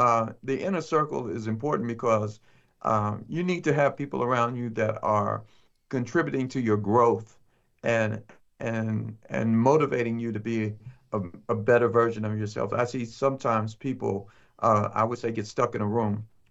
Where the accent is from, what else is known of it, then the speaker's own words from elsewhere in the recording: New Jersey, United States; I'm from New Jersey, and we're not big on initiating conversation.